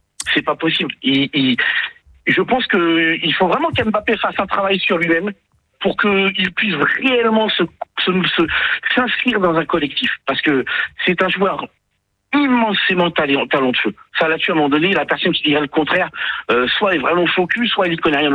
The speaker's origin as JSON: {"language": "French", "town": "Paris", "region": "Île-de-France", "country": "France", "tie": "born there", "lives_now": "Toulouse, France", "said": "Alors, je suis expatrié de Toulouse, mais je suis parisien de naissance, bien sûr."}